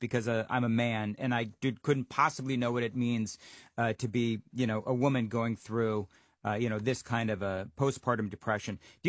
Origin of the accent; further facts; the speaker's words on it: New York, United States; Perhaps, I don't know, I'm not a New Yorker anymore.